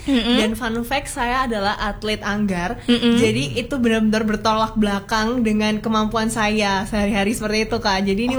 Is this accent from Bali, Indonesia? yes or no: no; Kediri, East Java, Indonesia; Sebenarnya aku berasal dari Kota Kediri, Kak.